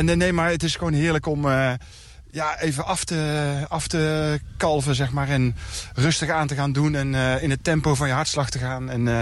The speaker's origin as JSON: {"language": "Dutch", "region": "North Brabant", "country": "Netherlands", "said": "We komen uit Brabant."}